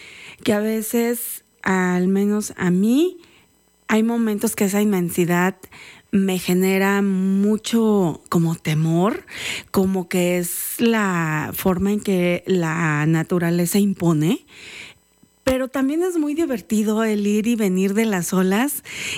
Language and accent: Spanish; Lechuguillas, Veracruz, Mexico; De allá soy. Y justamente la siguiente canción tiene mucho que ver con ese espacio en donde yo crecí, cerca de la playa, que no es un ambiente tan hawaiano, pero sí costeño veracruzano.